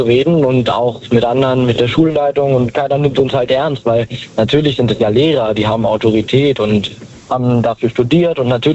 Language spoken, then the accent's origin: German; Lower Saxony, Germany; Wir kommen aus der Nähe von Hannover.